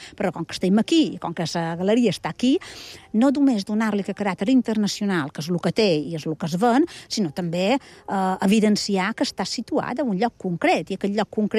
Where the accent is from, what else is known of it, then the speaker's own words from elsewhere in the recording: Balearic Islands, Spain; som menorquina i som professora a la Universitat de Barcelona, a la Facultat de Belles Arts